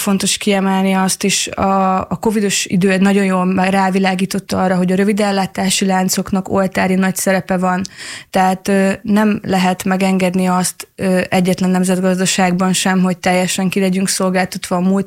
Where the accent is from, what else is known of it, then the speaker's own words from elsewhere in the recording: Great Hungarian Plain, Hungary; én Tanyán nőttem föl. Tehát én alföldi gyökerekkel rendelkezem, én ott gyerekeskedtem, én 24-25 éves koromig én ott is éltem